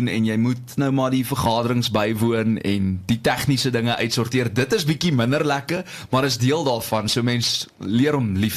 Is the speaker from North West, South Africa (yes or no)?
no; Standerton, Mpumalanga, South Africa; ek kom van Standerton af in die platteland.